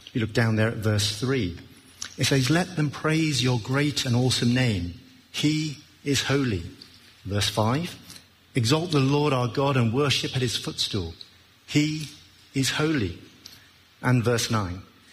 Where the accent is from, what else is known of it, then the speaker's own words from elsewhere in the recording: England, United Kingdom; To my horror, as a British tourist, I discover that not everyone follows our hallowed tradition of forming an orderly queue.